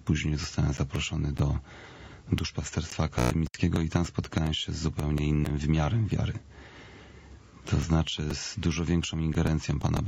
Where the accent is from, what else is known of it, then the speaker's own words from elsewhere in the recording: Łódź Voivodeship, Poland; Ja wzrastałem w małym mieście pod Łodzią. Miasto to około 50-60 tysięcy mieszkańców.